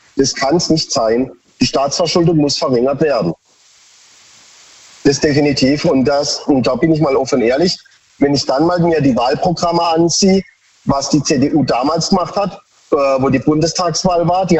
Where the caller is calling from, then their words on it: Baden-Baden, Baden-Württemberg, Germany; von Baden-Baden.